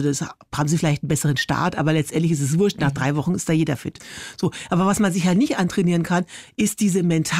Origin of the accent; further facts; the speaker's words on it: Forchheim, Bavaria, Germany; Also ich komme so aus Franken. Jetzt mal Grüße an alle Forchheimer.